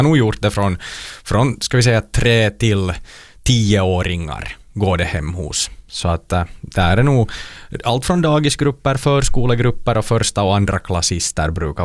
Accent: Ostrobothnia, Finland; jag är som österbottning.

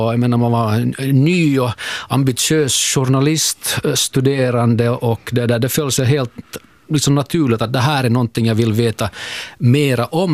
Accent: Ostrobothnia, Finland; Det här är nog viktigt att betona att jag är hemma i Österbotten.

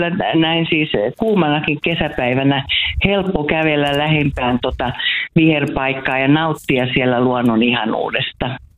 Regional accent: Kotka, Kymenlaakso, Finland; Ja soittelen täältä kotikaupungistani Kotkasta.

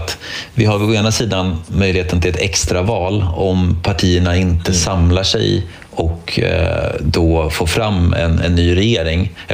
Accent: Sweden; Som svensk

